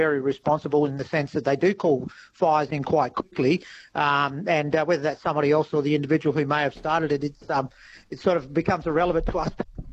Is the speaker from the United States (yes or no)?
no; Northern Territory, Australia; Look, I grew up in the Territory, and it's uniquely Territorian